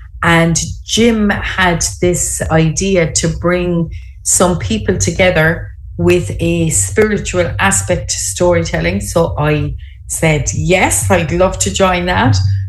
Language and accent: English; Cork, Munster, Ireland; from Cork City and I'm based in the studio this week